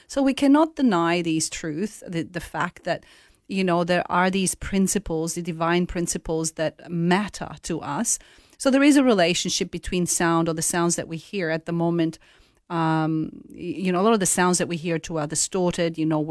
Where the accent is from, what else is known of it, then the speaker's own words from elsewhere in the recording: Tuscany, Italy; born there; English is a second language; also born or lived in Africa / India / Middle East; I was born in Tuscany, so I'm Italian originally.